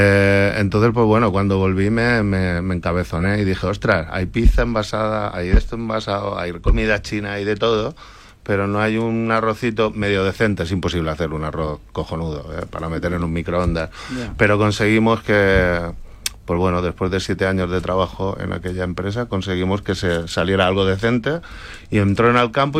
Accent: Region of Murcia, Spain; llevo toda la vida yo soy de Murcia

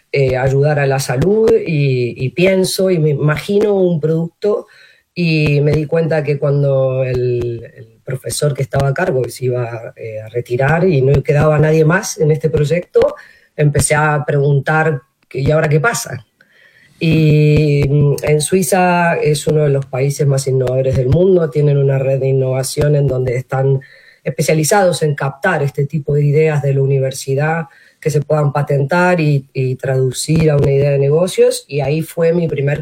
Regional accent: Argentina; moved away as an adult; also born or lived in Sweden / Denmark / Switzerland; yo soy originalmente de Argentina, pero ya hace 14 años vine a especializarme a Europa, estudié en Suecia, en Dinamarca y por último hice mi doctorado en Suiza

